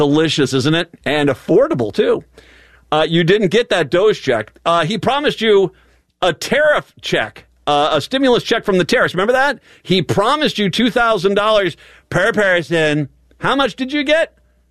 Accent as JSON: {"language": "English", "region": "East Coast", "country": "United States", "tie": "born or raised there", "said": "I grew up on the East Coast. Lamb, we used to have lamb all the time."}